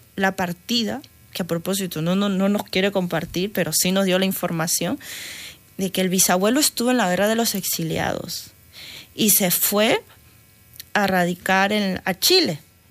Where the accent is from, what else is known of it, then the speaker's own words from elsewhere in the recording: Peru; now in Spain; No soy catalana. No soy catalana, soy peruana, porque pasa que, a ver, yo creo que tengo...